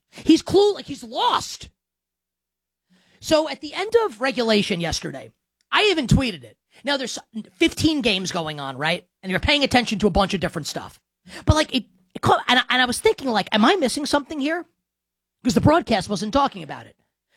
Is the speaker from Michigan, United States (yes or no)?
no; New York, United States; I grew up in New York when Aaron Glenn was starring at corner for the Jets.